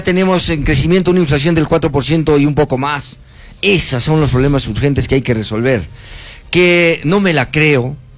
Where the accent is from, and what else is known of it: Peru